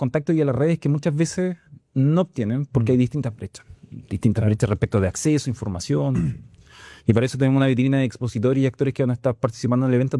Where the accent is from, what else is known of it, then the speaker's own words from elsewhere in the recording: Ñuble, Chile; cuando yo estaba estudiando en Chillán, soy de Ñuble